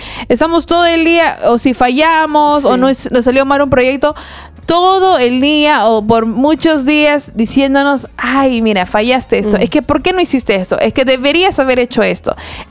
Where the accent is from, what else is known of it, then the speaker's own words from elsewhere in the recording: Peru; lo que somos peruanos.